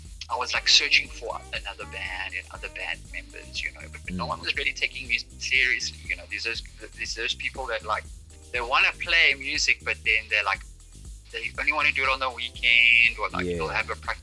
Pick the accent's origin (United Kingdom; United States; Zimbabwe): Zimbabwe; I grew up in Zimbabwe.